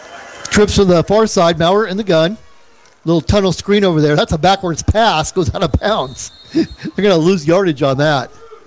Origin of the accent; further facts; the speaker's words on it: Forks, Washington, United States; we're from Forks